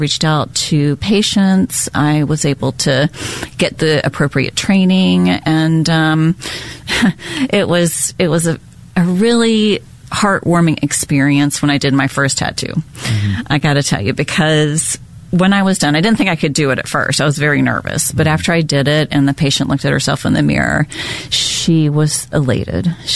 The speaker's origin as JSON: {"language": "English", "town": "Charleston", "country": "United States", "said": "Yes, I'm from Charleston."}